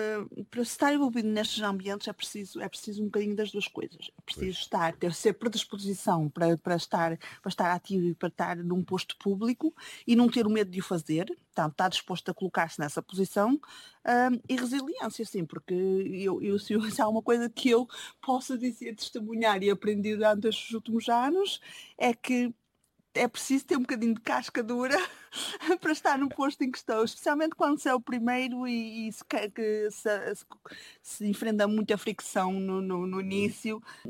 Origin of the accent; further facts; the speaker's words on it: Norte, Portugal; porque é o grande festa, e como minhota faço questão de ir